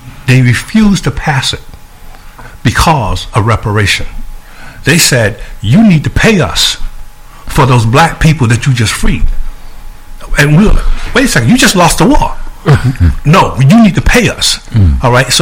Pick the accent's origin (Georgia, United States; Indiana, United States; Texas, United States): Georgia, United States; Augusta; I'm from Augusta, Georgia.